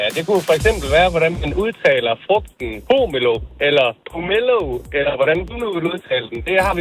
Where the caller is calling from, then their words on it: Hjerm, Central Denmark Region, Denmark; Jeg kommer fra Jern.